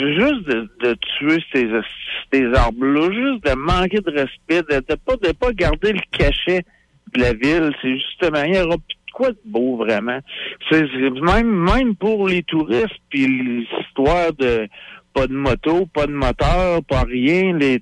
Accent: Quebec City, Quebec, Canada; also born or lived in South Shore (Rive-Sud), Quebec; J'étais un gars de la rive sud, mais j'ai grandi à Québec. J'ai fait ma jeunesse au corps du Ville avec les cheveux verts ici.

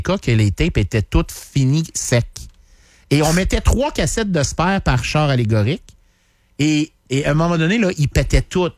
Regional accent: Canada; Non, moi, je suis un Canadien français. C'est comme ça que je me dis.

